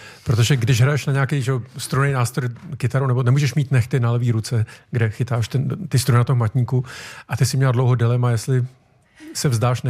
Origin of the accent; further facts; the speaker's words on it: Beroun, Central Bohemian Region, Czechia; Já jsem z Berouna, my v Berouně máme svoji základní uměleckou školu, která je úžasná